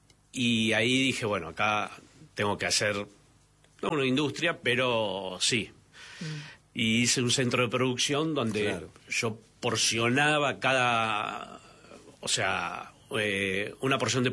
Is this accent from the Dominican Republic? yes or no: no; Argentina; Y porque somos argentinos.